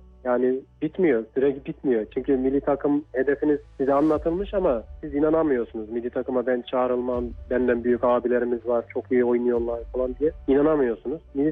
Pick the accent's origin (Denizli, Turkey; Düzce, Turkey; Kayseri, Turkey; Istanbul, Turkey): Kayseri, Turkey; Çatalhöyük; born there; also born or lived in Develi; Kayseri'nin Develi ilçesinin Çatalhöyük köyünde 93 yılında dünyaya geldim.